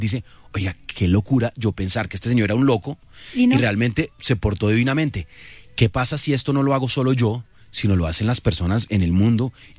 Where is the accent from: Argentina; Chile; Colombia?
Colombia